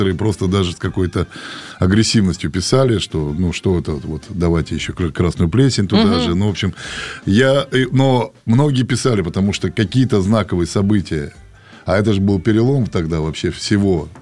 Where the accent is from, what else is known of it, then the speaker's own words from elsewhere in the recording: Kazakhstan; now in Voronezh, Russia; я сам вырос в Казахстане